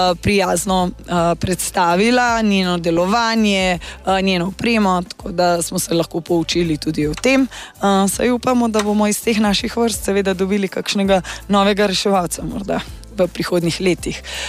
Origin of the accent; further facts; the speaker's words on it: Mojstrana, Upper Carniola, Slovenia; glede na to, da smo iz 3 držav, se pravi Slovenci, Srbi in pa Nemci, tako da se zelo veselimo tega skupnega sodelovanja. Prvi dan smo prišli v Vrata. Nekateri smo seveda iz osnovne šole Mojstrana smo prišli peš